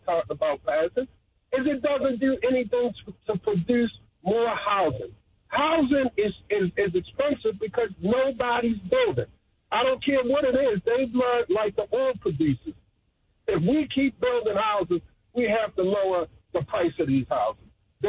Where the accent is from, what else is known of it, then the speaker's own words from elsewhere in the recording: Baltimore, Maryland, United States; I love Baltimore. It's my hometown